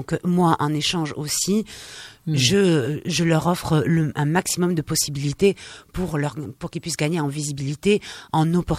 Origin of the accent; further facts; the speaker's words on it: Nouvelle-Aquitaine, France; Je suis basque. Et fière de l'être, je dois dire.